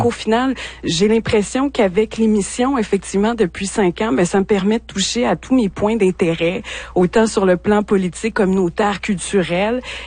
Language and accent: French; Montreal, Quebec, Canada; born there; accent: Haitian; moved away as an adult; also born or lived in Abitibi-Témiscamingue; now in Rouyn-Noranda, Canada; je veux faire plus d'années dans la région que ma région d'origine qui est Montréal.